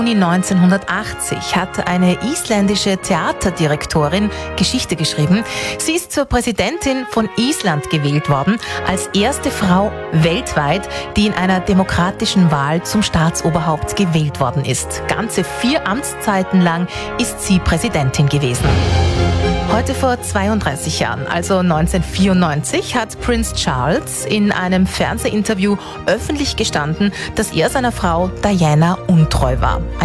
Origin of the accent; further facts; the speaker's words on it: Austria; War bei uns in Österreich ein Riesenerfolg